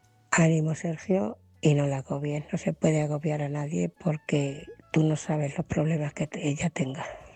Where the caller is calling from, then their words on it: Ciudad Real, Castilla-La Mancha, Spain; de Ciudad Real.